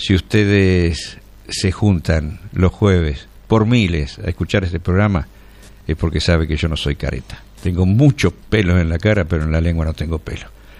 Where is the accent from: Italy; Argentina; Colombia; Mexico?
Argentina